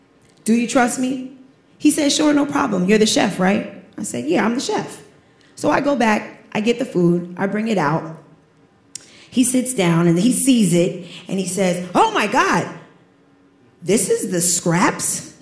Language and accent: English; Staten Island, New York, United States; I'm from Staten Island, but I'm an 8th-generation direct descendant from Sandy Ground.